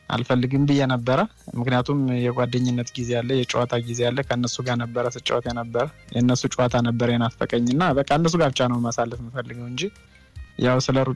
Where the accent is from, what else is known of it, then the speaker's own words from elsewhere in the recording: Gondar, Amhara, Ethiopia; now in Israel; በመጀመሪያ ጎንደር ነው ተወልጄ ያደግኩት። ያው ጎንደር ስኖር ስለ ሩጫም አለምም ስለ ስፖርት አለም ምንም ነገር የምናውቀው የለም።